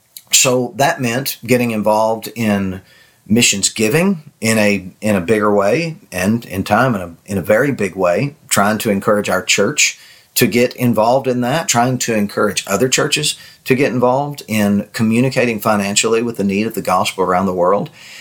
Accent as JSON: {"language": "English", "region": "Florida", "country": "United States", "tie": "born or raised there", "moved": "as an adult", "lives_now": "Brewton, United States", "said": "where I grew up in the Panhandle of Florida."}